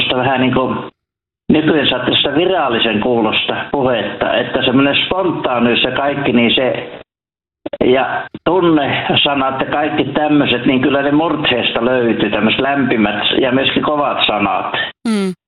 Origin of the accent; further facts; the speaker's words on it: Lapland, Finland; Jotenkin korostuu tässä lappilaisessa puhettavassa se hoo. Mutta se on totta, että hoo on meillä hyvin elävä